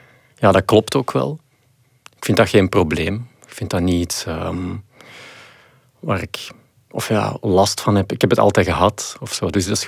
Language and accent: Dutch; Mechelen, Flanders, Belgium; Ik ben van Mechelen en al de scouts in Mechelen... Ja, spreken elkaar ook echt aan met die totems.